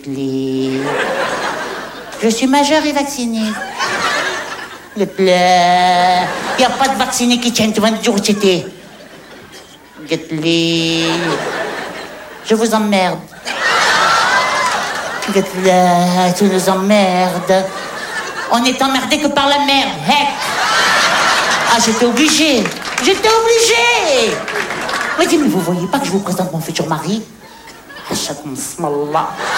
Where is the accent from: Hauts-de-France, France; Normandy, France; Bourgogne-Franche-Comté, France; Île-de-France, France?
Hauts-de-France, France; Mais non, je suis du Pas-de-Calais. C'est Pas-de-Calais.